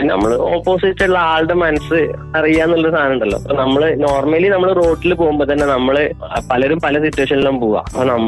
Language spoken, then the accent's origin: Malayalam; Kerala, India; ഞാൻ കേരളത്തിൽ നിന്നാണ് വരുന്നത്